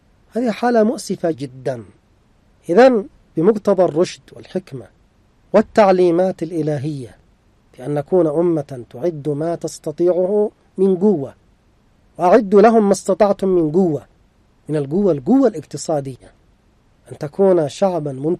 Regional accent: Yemen; عندنا في اليمن

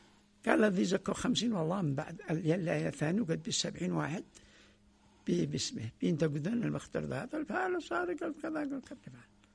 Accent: Yemen; نحن بلد حضاري ومتمدن وبلد زراعي مستقر تمام. فاليمن الأصل فيها أنها بلد زراعي

